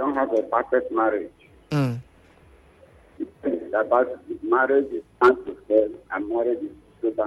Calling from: Nigeria; I'm calling from Kibet.

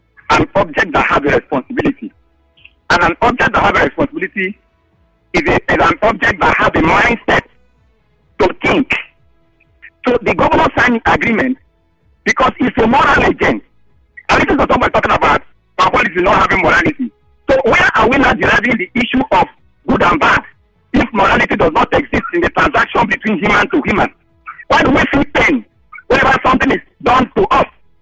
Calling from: Rivers, Nigeria; I'm calling from Arima Community.

